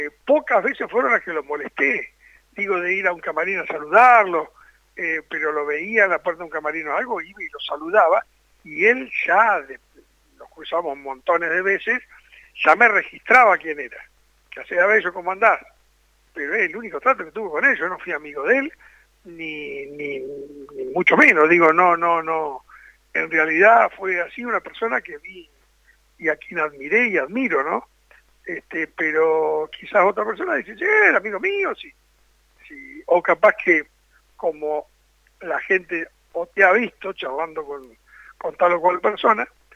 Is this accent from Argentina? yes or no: yes; Argentina; Yo soy argentino